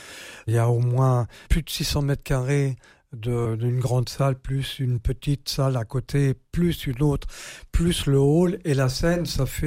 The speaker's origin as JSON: {"language": "French", "region": "Pays de la Loire", "country": "France", "said": "chez nous en Vendée"}